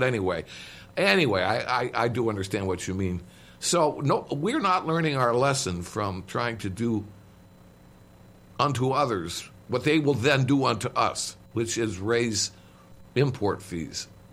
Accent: Canada; now in United States; I'm from Canada myself

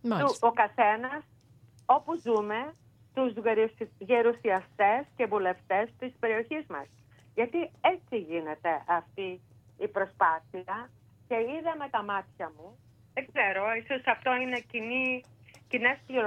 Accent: Thessaloniki, Central Macedonia, Greece; now in United States; η μόνη πολίτης Ελληνοαμερικανίδα που κατάγομαι από την Θεσσαλονίκη, την κυρίω Ελλάδα

